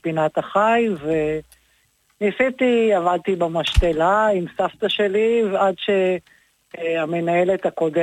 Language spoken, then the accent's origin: Hebrew; Tze'elim, Southern District, Israel; אני נולדתי בקיבוץ אלים, אני בת המקום.